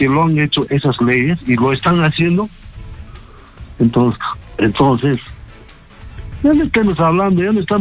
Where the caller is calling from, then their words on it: Peru; yo como peruano